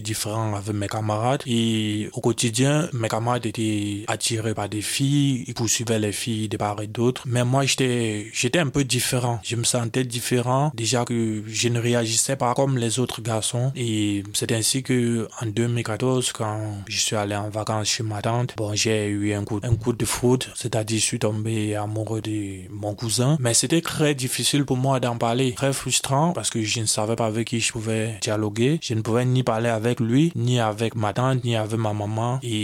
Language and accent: French; West, Cameroon